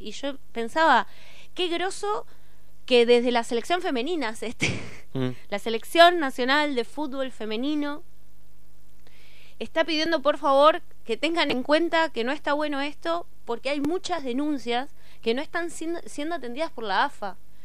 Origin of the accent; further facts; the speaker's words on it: Argentina; nuestro país